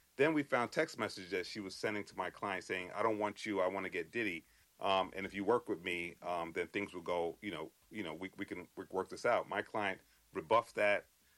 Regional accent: New York City, New York, United States; now in Connecticut, United States; I'm from New York, from the Bronx. My family's from Antigua and Barbuda, the Caribbean. I'm barred in New York, although I live in Connecticut now.

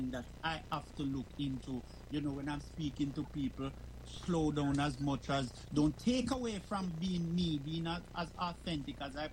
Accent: Jamaica; accent: patwa; first language Jamaican Patois; English is a second language; now in England; me come from country, my patwa deeper than for everybody else.

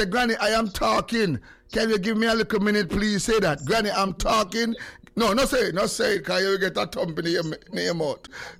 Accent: Jamaica; when I come from Jamaica, you never tell me to pay for the shipping.

